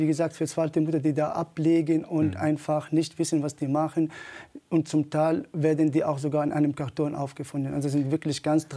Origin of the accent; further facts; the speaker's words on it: Nazareth, Northern District, Israel; now in Lünen, Germany; Ich bin in Nazareth geboren und aufgewachsen.